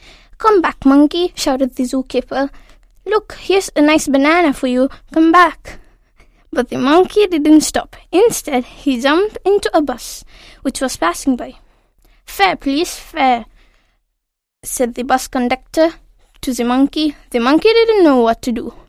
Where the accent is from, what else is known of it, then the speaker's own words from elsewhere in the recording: Delhi, India; ഞാൻ ജാമിയമില്ല ഇസ്ലാമിന്റെ അടുത്താണ്.